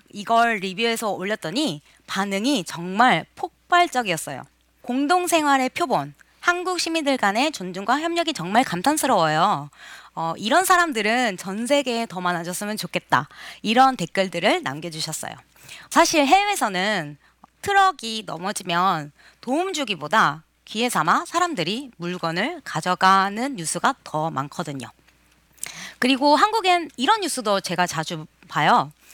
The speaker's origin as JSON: {"language": "Korean", "country": "Argentina", "tie": "born or raised there", "moved": "as an adult", "said": "전 이 먼 나라 아르헨티나에서 35년 동안 계속 쭉 살았고"}